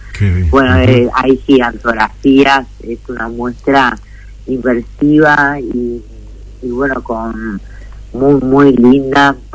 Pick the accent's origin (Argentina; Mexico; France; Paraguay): Argentina; Mendoza; moved away; also born or lived in Buenos Aires; Sí, yo me fui hace 25 años de Mendoza. Primero trabajé en Buenos Aires, estudié arquitectura y trabajé en publicidad en cine.